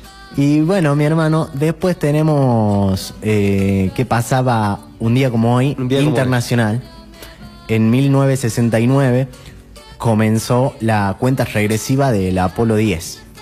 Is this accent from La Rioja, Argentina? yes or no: yes; La Rioja, Argentina; solo yo soy riojano original